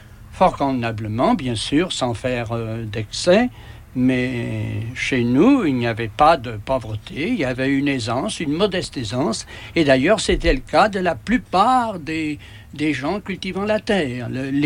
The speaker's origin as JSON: {"language": "French", "town": "Vinzel", "region": "Vaud", "country": "Switzerland", "tie": "born or raised there", "said": "c'est-à-dire de mon pays natal Vinzel et de Saint-Laur où j'habite en ce moment, les gens pratiquaient la religion"}